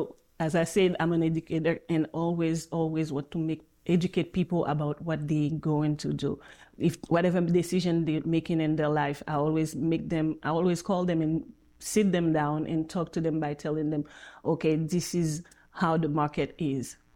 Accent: Haiti; now in United States; I'm an immigrant myself. I'm from Haiti

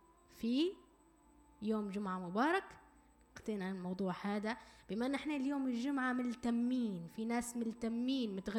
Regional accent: Libya; accent: Libyan; نتكلموا احنا باللغة العربية ونقدر نكون الحلقة باللغة العربية، ولكن دائما نختار في لهجتنا الليبية،

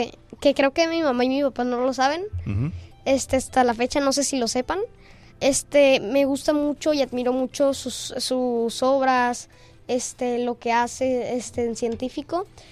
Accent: Tijuana, Baja California, Mexico; also born or lived in United States; No, nací en Estados Unidos.

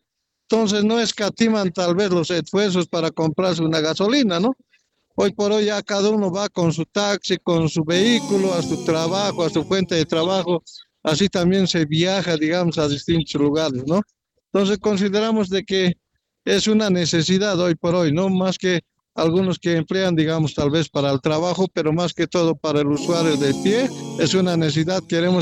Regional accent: Bolivia; nosotros, como bolivianos

